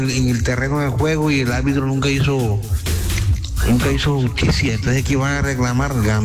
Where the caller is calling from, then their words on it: Los Palmitos, Sucre, Colombia; Buenas tardes, Olímpica, aquí … desde Los Palmitos, aquí en el 514.